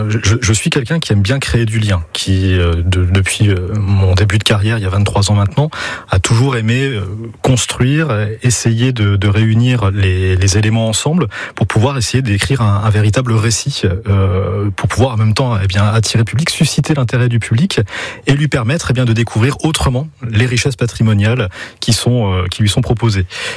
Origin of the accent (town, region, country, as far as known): Grand Est, France; now in Finistère, France